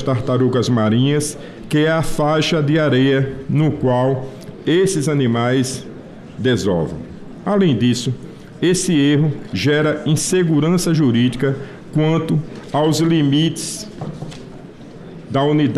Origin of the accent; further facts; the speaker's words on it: Sergipe, Brazil; Eu inicio meu relatório parabenizando o senador Alessandro Vieira, lá do meu estado de Sergipe, autor do projeto.